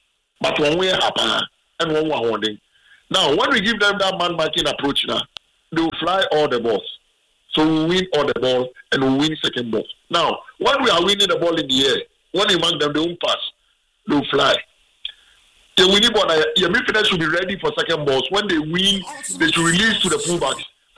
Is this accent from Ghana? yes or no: yes; Ghana; as a Ghanaian